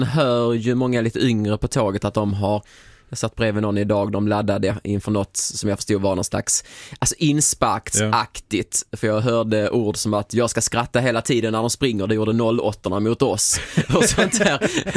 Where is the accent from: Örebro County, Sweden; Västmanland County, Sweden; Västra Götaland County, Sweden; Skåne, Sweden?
Skåne, Sweden; Sankt Olof; Jag kommer då från Sankt Olof, som väl ändå är 2 mil kanske ungefär från Simrishamn.